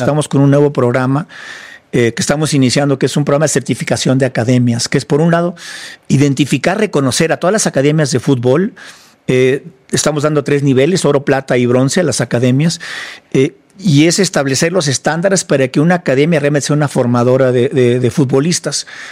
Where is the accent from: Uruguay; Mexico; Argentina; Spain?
Mexico; also born or lived in United States; Yo nací en Estados Unidos, padre mexicano, madre americana. Nos venimos al año. Realmente yo crecí en México, ¿no?